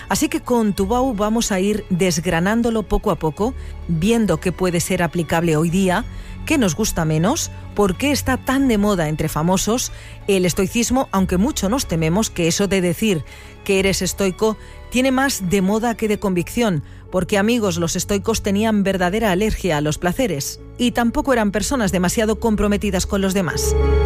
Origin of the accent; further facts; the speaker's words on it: Community of Madrid, Spain; accent: Madrid; Y nosotros aquí con nuestro acento de Madrid.